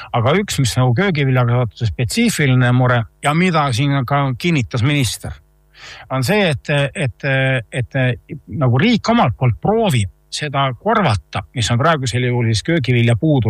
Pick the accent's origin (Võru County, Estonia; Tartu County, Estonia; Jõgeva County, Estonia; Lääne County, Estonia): Võru County, Estonia; Naviküla; mina olen Naviküla inimene Võrumaalt. Ja Naviküla ja meie kant on väga suur selline köögivilja, kas on see kant.